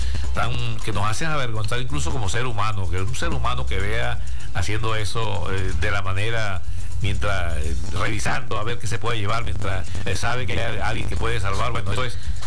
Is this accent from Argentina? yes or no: no; Venezuela